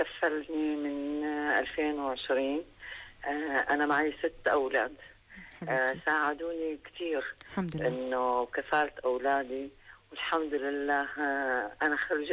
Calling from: Karak, Karak Governorate, Jordan; أنا سكان الكرك،

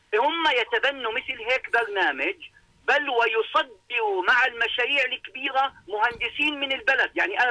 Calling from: Jordan; الشركات عندنا في الاردن

